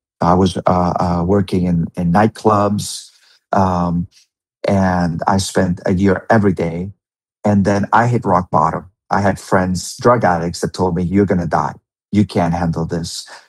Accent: Mallorca, Balearic Islands, Spain; I have great memories of growing up in Mallorca, and at the age of living by the sea, fishing crabs

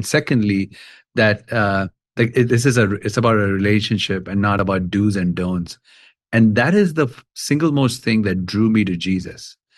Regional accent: Kolkata, West Bengal, India; moved away; I actually grew up in India. I grew up in Calcutta. A crazy city in a way, because it's a very populated city. It's 21 million people in that city, so people everywhere. I was raised in a Christian home

